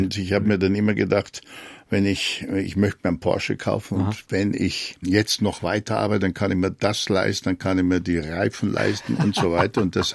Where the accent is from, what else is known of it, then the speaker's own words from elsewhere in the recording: Germany; moved away as an adult; also born or lived in Edmonton, Canada; weil wir als Deutsche glauben, in einem Vorstellungsgespräch zieht man sich sauber an mit Anzug und Krawatte